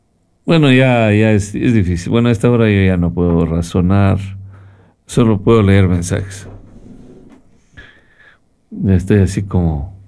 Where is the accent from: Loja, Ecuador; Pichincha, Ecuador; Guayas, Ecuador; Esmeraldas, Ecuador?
Loja, Ecuador; now in Cuenca, Ecuador; Señores, soy de Loja, vivo en Cuenca.